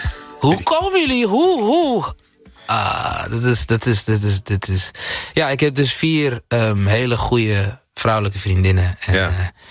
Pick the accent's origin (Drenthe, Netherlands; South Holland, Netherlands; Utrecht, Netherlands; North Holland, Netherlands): North Holland, Netherlands; Zaandam; En nou ja, de plek waar ik vandaan kwam, Zaandam, was niet de meest heilige plek.